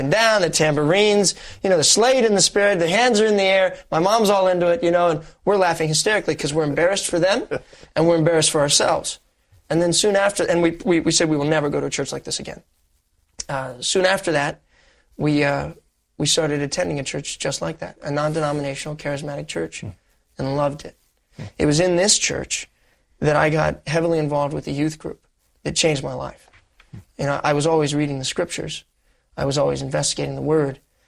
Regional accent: Columbus, Ohio, United States; I'm born and raised in Columbus, Ohio.

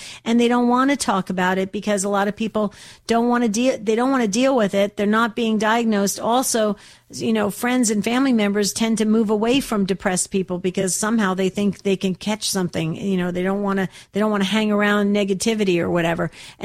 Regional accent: New Jersey, United States; accent: Jersey; Bob, I'm from Jersey originally. So if I get rolling and I talk too quickly, you'll pick up my Jersey accent too.

